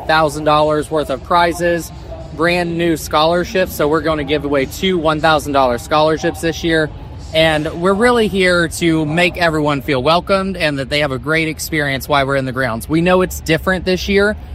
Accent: Fayette County, United States; So we were pre-fair for as long as I can remember growing up showing goats. I was from Fayette County, and it was always fell during the Fayette County Fair.

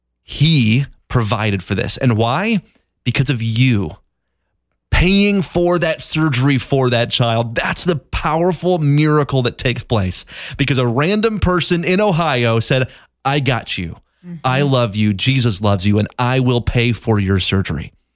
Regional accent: Zimbabwe; I'll be honest, Haley, I grew up in one in Zimbabwe. These are subsistence farming communities.

